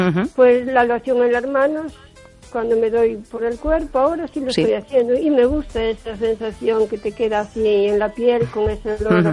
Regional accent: O Carballiño, Galicia, Spain

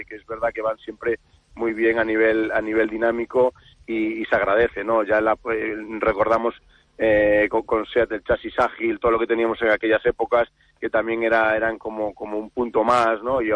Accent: Galicia, Spain; Por supuesto. Yo como gallego.

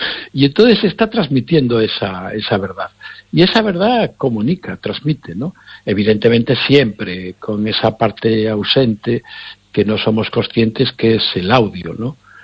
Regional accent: Galicia, Spain; yo, como todos los gallegos, pues hemos tenido la suerte de que nuestros antepasados, en mi caso mi abuela, en la Lareira, en Ans, en Carral, pues en los veranos nos contaba historias

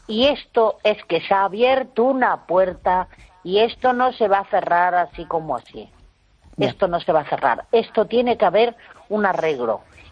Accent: Spain

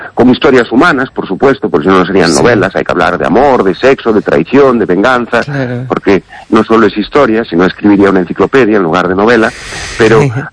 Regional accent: Galicia, Spain; he descubierto muchas cosas que, siendo gallego, aficionado a la historia, no descubría.

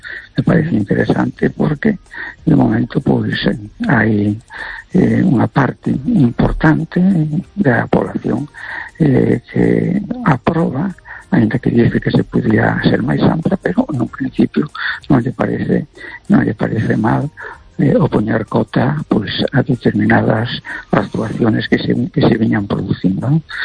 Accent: A Coruña, Galicia, Spain

